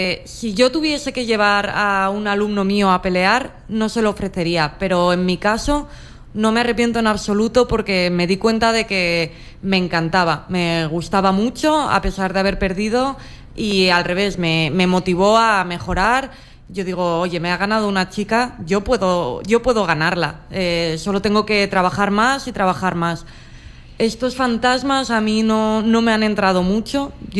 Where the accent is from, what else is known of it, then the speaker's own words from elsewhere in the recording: Spain; soy la primera española que está aquí arriba